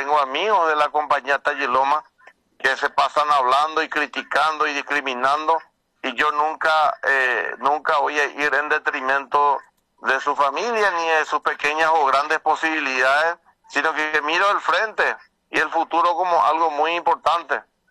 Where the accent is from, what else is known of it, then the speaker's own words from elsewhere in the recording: Carapeguá, Paraguarí, Paraguay; que tengan la certeza de que van a tener un intendente que le ama a su pueblo y hace que Carapeguá vuelva a ser hermosa.